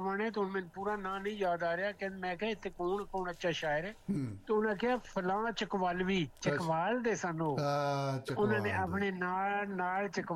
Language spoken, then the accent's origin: Punjabi; Badshahpur, Punjab, Pakistan; ਸਾਡੇ ਜਿਹੜਾ ਬਾਦਸ਼ਾਹਪੁਰ ਮੇਰਾ ਪਿੰਡ ਹੈ